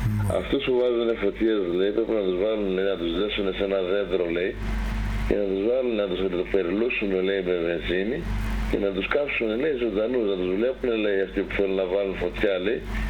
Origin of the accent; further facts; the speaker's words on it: Filyro, Central Macedonia, Greece; Φίλιρο Θεσσαλονίκης. Βόρεια Ελλάδα.